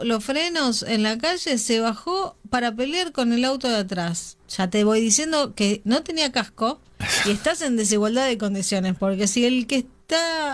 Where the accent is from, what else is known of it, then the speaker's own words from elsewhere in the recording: Argentina; así estamos los argentinos, somos violentos